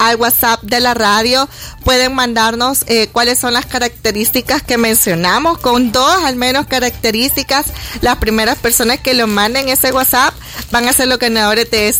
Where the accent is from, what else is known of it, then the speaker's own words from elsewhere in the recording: El Salvador; que creo que somos todos los salvadoreños